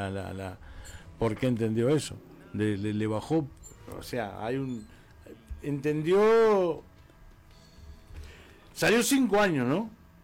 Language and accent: Spanish; Uruguay; Somos uruguayos, doctor.